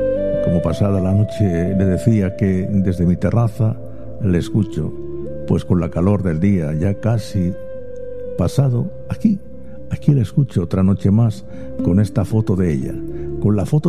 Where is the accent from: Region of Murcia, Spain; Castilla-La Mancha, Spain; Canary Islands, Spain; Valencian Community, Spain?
Region of Murcia, Spain; por mis venas va corriendo esa sangre murcianica, y por más lejos que esté, nunca te olvidaré, Fuensantica.